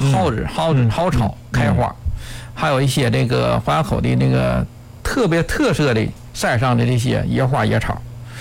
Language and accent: Chinese; China; 它是我的故乡，哎，生我养我的地方。